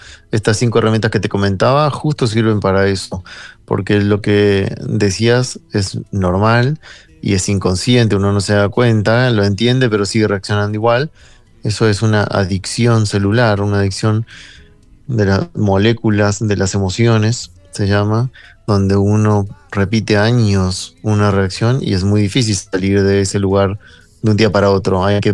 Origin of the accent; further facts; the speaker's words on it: Argentina; born there; moved away; nací ahí, hace muchos años no vivo en Argentina, pero me encanta ir, voy una o dos veces por año